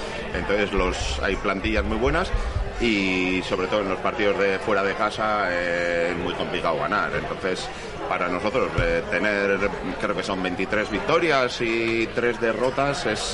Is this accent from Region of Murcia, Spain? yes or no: no; Amorebieta, Basque Country, Spain; En el Amorebieta Juvenil, sí, somos los dos de Amorebieta.